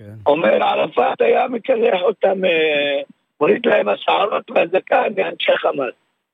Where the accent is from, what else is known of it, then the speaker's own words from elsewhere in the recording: West Bank, Palestine; now in Triangle, Israel; אני גר במשולש, אבל אני גדלתי בשטחים, וחייתי בשטחים בכפר פונוק